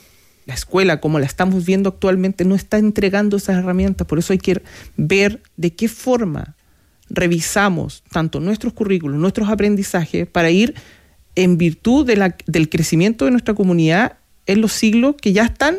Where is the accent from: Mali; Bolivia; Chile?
Chile; Punta Arenas, Magallanes and Chilean Antarctica; moved away; Y yo soy de Punta Arenas, imagínate.